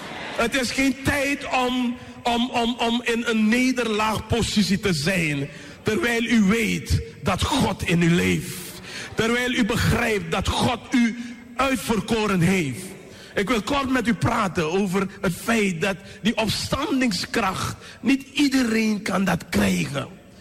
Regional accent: Suriname; En ik als Surinamer tussen die Amerikanen daar

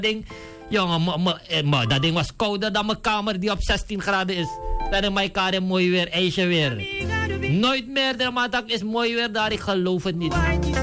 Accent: Suriname; Als Surinamer weet ik best wel hoe.

